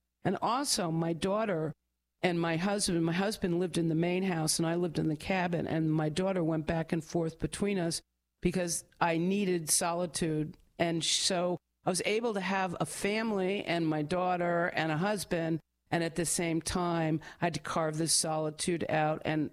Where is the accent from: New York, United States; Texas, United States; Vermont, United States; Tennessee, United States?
New York, United States; but we grew up on the North Shore of Long Island where they were very, very wealthy people.